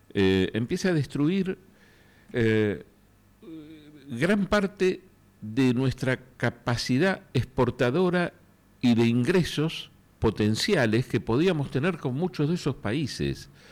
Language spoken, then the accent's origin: Spanish; Argentina; Pensemos el bien nuestro y qué nos conviene a nosotros como argentinos, ¿no?